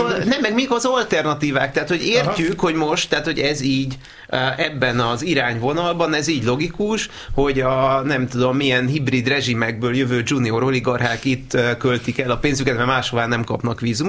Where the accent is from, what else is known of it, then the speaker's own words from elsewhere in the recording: Budapest, Hungary; sétálok a utcákon, ahol felnőttem, szülőkerületemben